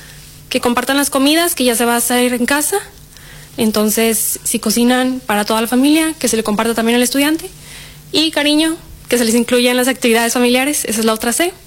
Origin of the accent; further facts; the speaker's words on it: Mexico; moved away as an adult; now in Argentina; yo, siendo latina, también veo que la gente... aunque somos una cultura cálida en México